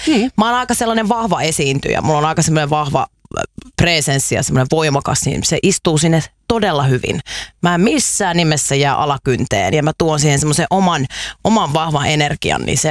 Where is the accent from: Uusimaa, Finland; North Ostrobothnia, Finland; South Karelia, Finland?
Uusimaa, Finland; Kerava; Me ollaan Keravalta, juh. Kyllä.